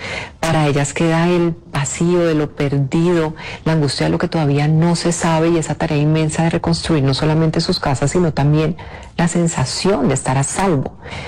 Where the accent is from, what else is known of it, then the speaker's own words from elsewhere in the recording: Colombia; así somos los colombianos, empáticos, considerados